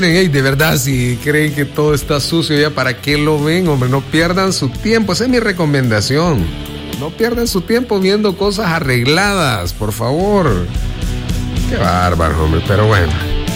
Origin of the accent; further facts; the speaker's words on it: El Salvador; al final somos salvadoreños